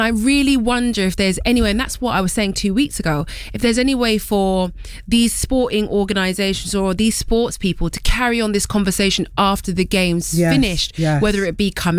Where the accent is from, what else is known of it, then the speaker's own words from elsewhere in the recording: London, United Kingdom; So I'm a Hackneyite.